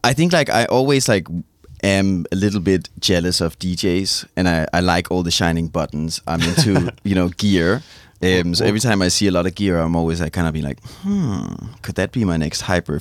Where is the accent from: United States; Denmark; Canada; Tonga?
Denmark; I used to do music in Danish before. So I had like just like my Danish name because I'm from Denmark.